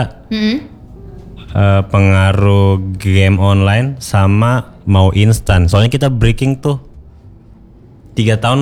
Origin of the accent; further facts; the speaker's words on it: Palu, Central Sulawesi, Indonesia; Saya dengan teman saya juga anak Palu.